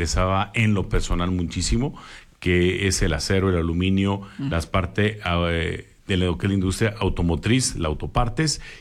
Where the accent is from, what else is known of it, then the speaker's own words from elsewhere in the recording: Mexico; Nuestro país es maravilloso.